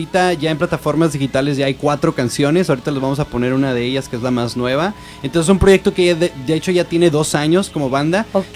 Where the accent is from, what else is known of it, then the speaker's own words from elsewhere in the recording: Monterrey, Nuevo León, Mexico; Obviamente yo soy Regio.